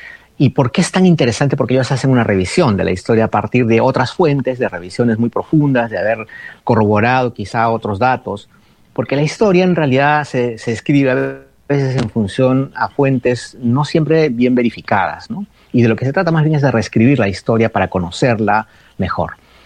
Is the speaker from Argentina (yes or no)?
no; Arequipa, Peru; moved away; necesitamos siempre los arequipeños estar más cerca de nuestros orígenes, ¿no? Aun cuando no estemos cerca físicamente, siempre intentamos estar cerca de nuestra ciudad. ¿Por qué somos tan orgullosos los arequipeños?